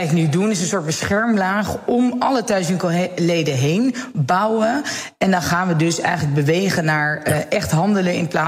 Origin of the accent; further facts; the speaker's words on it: Netherlands; Dat in die koopjesmaanden, waar wij als Nederlanders ontzettend van houden overigens